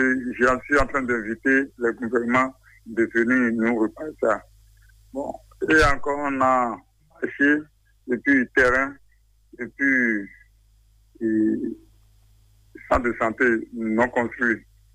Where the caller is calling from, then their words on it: Porto-Novo, Ouémé, Benin; J'appelle du Port-Nouveau, commune d'Adira, arrondissement de Marie, Tati-Yaville